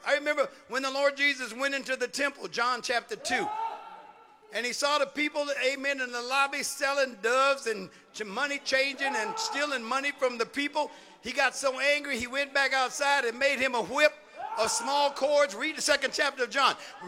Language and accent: English; Oakland, California, United States; I'm from West Oakland.